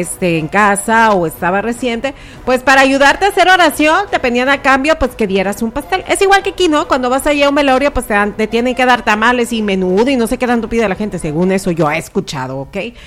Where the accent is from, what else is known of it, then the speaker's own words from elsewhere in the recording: Mexico; Yo voy a festejar de todo, el chiste es festejar, así somos los mexicanos.